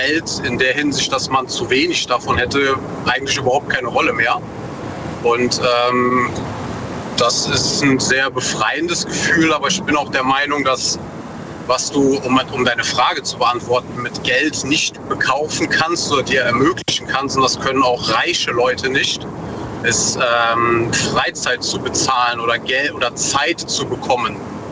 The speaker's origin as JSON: {"language": "German", "region": "North Rhine-Westphalia", "country": "Germany", "said": "Aus der Eifel."}